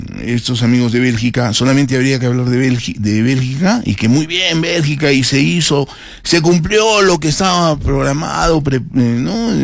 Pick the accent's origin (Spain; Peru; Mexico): Peru; nosotros como peruanos no vamos hace 8 años al Mundial